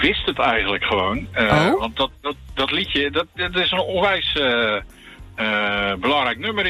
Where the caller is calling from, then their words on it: Puttershoek, South Holland, Netherlands; Ik woon in het prachtige Puttershoek.